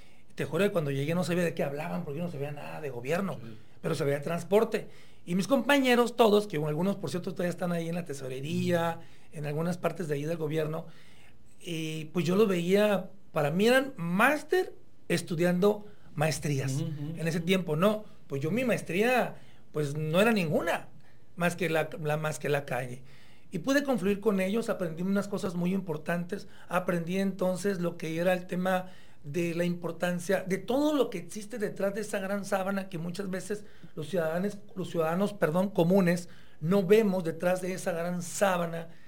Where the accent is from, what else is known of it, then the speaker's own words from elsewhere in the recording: Culiacán, Sinaloa, Mexico; moved away as an adult; now in Tijuana, Mexico; Yo vengo de Culiacán, de una familia muy trabajadora